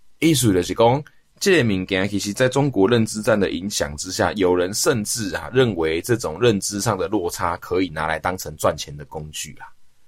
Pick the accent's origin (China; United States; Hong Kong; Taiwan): Taiwan